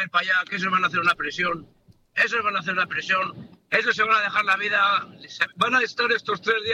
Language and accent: Spanish; Potes, Cantabria, Spain; now in Solares, Spain; Sí, bueno, soy de Potes, pero estoy en Santander. Sí, trabajo aquí a lo de Santander con un camión de obra y vamos para allá ahora mismo.